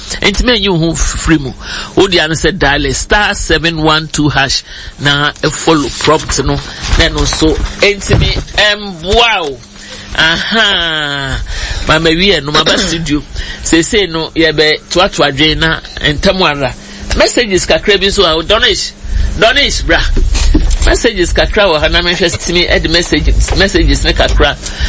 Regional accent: Toronto, Ontario, Canada; from Canada. Toronto.

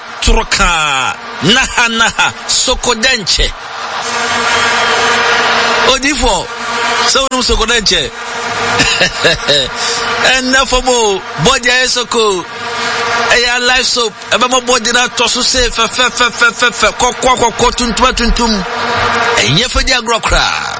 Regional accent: Akuapem, Eastern Region, Ghana; We are from Equapim Ebri.

